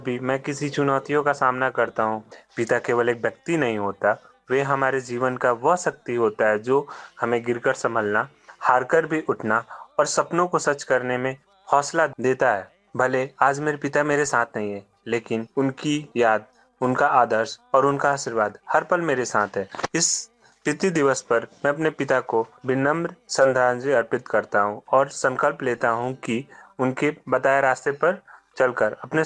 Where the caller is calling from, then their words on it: Rohtas district, Bihar, India; बिहार का रोहतास जिले का निवासी हूँ।